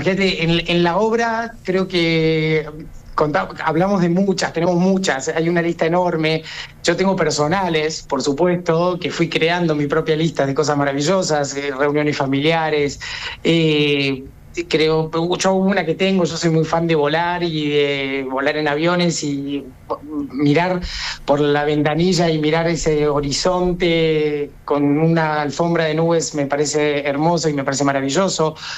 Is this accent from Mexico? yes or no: no; Córdoba, Argentina; moved away as an adult; now in Buenos Aires, Argentina; en Córdoba, en mi ciudad natal